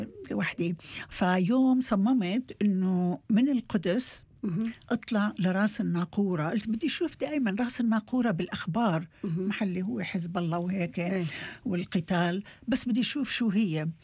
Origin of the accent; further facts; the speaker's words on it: Qamishli, Al-Hasakah Governorate, Syria; born there; moved away as an adult; أنا البلدة اللي جيت منها نحن بنسميها زالين السرياني القامشلي، تقريبا فيك تقولي على حدود يعني ما مش بعيدة عن الموصل.